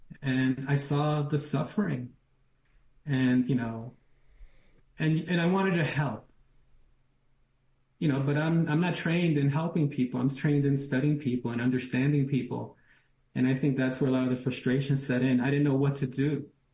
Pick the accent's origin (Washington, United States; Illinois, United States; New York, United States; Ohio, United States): New York, United States; New York City; And I was from New York City. I was an outsider.